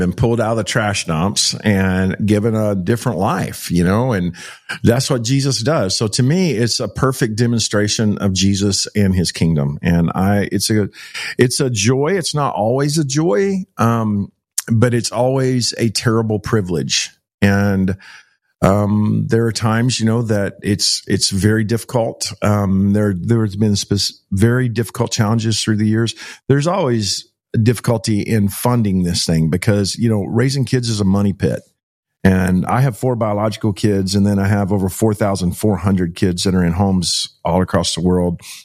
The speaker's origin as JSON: {"language": "English", "town": "Joshua", "region": "Texas", "country": "United States", "tie": "born or raised there", "said": "So I grew up about 10 miles from you in Keene. I grew up in Joshua, Texas."}